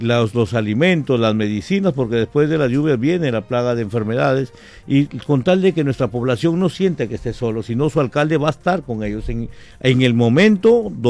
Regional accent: Castilla, Piura, Peru; me dirijo ante todo mi pueblo de Castilla.

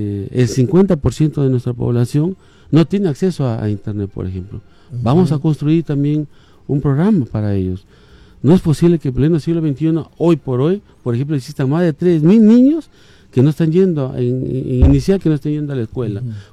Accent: Santo Domingo, Piura, Peru; yo provengo del distrito de Santo Domingo, de la Sierra, ¿no? Soy natural de ese distrito.

